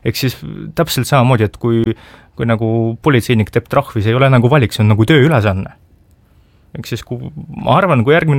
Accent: Ida-Viru County, Estonia; Kuna ma ise kasvasin Ida-Virumal ja ma saan Ida-Viruma inimestest hästi aru

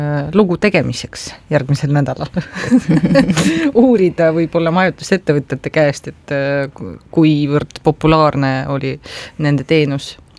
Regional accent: Narva, Ida-Viru County, Estonia; born there; moved away; Mina olen sündinud Narvas.

